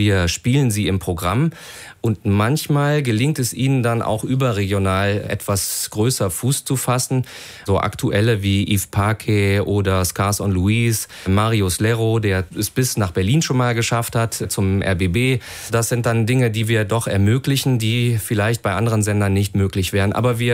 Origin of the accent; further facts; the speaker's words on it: Hergenrath, Wallonia, Belgium; Ja, die dreht tatsächlich um mein Heimatdorf Hergenrath. Dort gibt es eine Bahntrasse, also die von Lüttich nach Aachen führt.